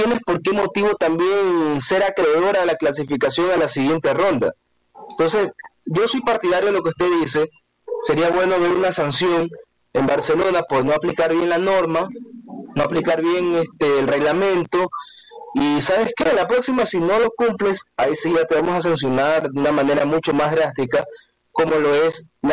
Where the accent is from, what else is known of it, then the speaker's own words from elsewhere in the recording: Guayaquil, Guayas, Ecuador; no lo estoy diciendo porque soy guayaquileño, porque quiero ver al fútbol de Guayas llegando hasta una final o semifinal